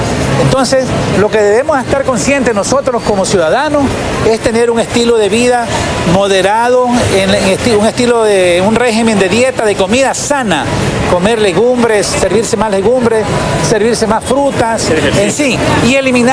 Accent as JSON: {"language": "Spanish", "region": "Manabí", "country": "Ecuador", "lives_now": "El Empalme, Ecuador", "said": "yo hablo por mí, yo soy manabita"}